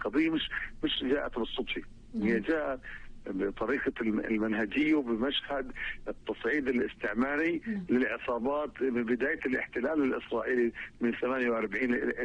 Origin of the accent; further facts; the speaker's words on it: Palestine; كمواطن فلسطيني سواء في نابلس او في انحاء فلسطين بشكل عام.